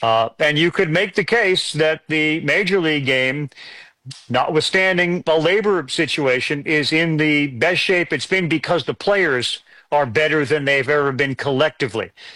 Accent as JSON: {"language": "English", "region": "New England", "country": "United States", "tie": "born or raised there", "lives_now": "Connecticut, United States", "said": "I'll be honest, I grew up in New England, and I was a Patriots fan"}